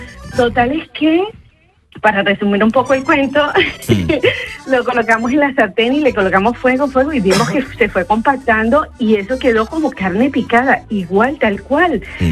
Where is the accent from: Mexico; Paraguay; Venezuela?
Venezuela; Margarita, Nueva Esparta; Pues soy de Venezuela, vivíamos más o menos en la crisis del 2015 y habíamos ido a la playa porque vivíamos en Margarita.